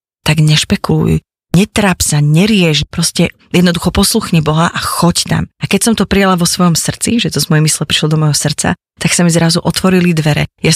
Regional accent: Vysoké Tatry, Prešov Region, Slovakia; born there; also born or lived in Trebišov; pochádzam z Trebišova, čiže pozdravujem všetkých východniarov, ale celá moja rodina sme Prešovčania, Košičania, ale hlavne teda Prešovčania. A ja som rodina Trebišovčanka. Ale keď som mala 6 rokov, tak sme sa presťahovali do Vysokých Tatier.

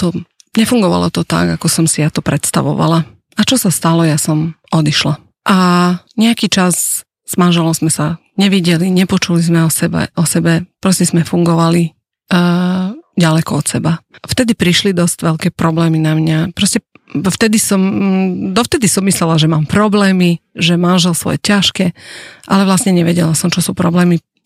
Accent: Serbia; moved away as an adult; now in Slovakia; A ja som vlastne … som zo Srbska a žila som tam takých 35 rokov a potom s manželom sme sa rozhodli, že prídeme tu na Slovensko.

